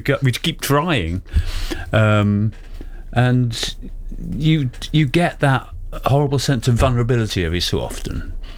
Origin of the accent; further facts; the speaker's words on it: Wales, United Kingdom; I grew up in South Wales in a very quite a masculine environment.